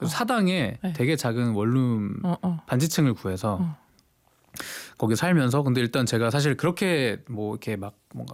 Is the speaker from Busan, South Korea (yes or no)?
yes; Busan, South Korea; moved away as an adult; now in Seoul, South Korea; 제가 부산 사람이잖아요.